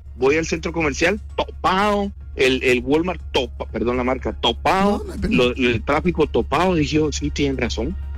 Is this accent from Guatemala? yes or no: yes; Guatemala; No compro cosas extraordinarias, soy un guatemalteco común y corriente.